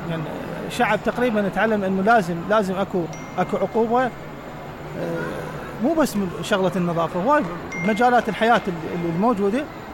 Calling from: Basra Governorate, Iraq

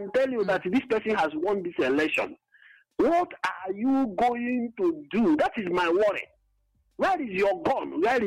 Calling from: Enugu, Enugu State, Nigeria; I'm calling from Enugu.

